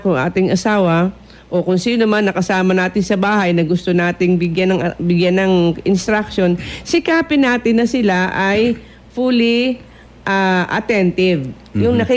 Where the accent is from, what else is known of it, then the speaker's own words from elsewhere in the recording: Bulacan, Central Luzon, Philippines; sa amin sa Bulacan